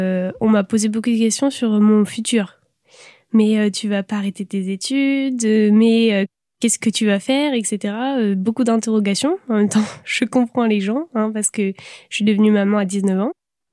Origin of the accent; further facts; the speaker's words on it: Saint-Brieuc, Brittany, France; Je viens de Saint-Brieuc, j'ai fait ma scolarité à Saint-Brieuc